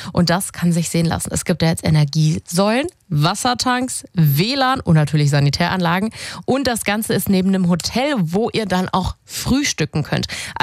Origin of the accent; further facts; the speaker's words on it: Saxony, Germany; wie schön ist es, den sächsischen Tourismus als Sachse stärken zu können.